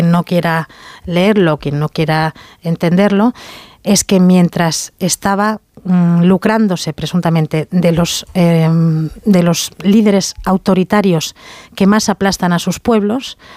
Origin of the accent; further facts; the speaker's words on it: Spain; por el daño que nos hace como españoles a la imagen